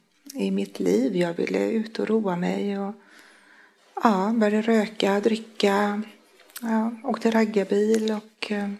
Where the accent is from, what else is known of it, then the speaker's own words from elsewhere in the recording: Vallda, Halland County, Sweden; Jag är uppvuxen i Valda som ligger utanför Göteborg. 2 mil söder om Göteborg.